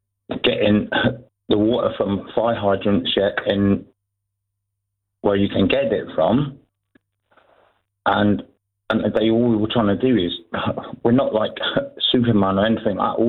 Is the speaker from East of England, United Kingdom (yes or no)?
no; South West England, United Kingdom; yeah, I don't really know anything from Wales, so I'm from Cornwall.